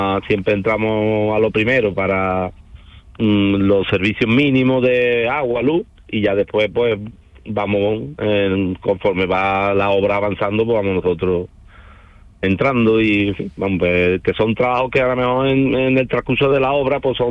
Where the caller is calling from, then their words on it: Benacazón, Andalusia, Spain; Ahora mismo en Benacazón.